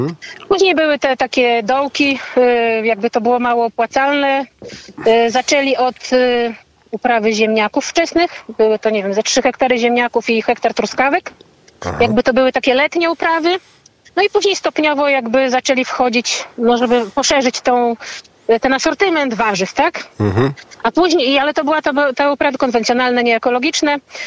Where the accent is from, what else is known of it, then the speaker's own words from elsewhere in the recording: Podlaskie Voivodeship, Poland; Wciągnęli nas niesłusznie, nie pasujemy w ogóle do Podlasia, my bardziej do Warmii i Mazur pasujemy.